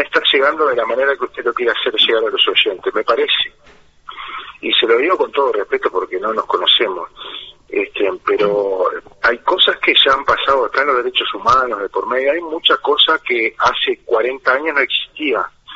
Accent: Montevideo, Uruguay; now in Piriápolis, Uruguay; Yo soy de Malvin, me crié en Malvin, soy montevideano, pero ahora vivo en Maldonado

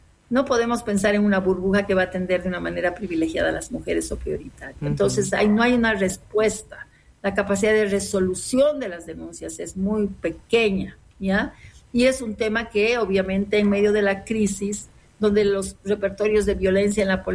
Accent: Bolivia

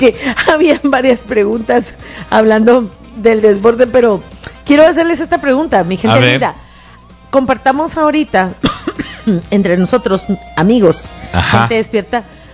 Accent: Guatemala; como mujer guatemalteca, como locutora, como mujer guatemalteca y locutora.

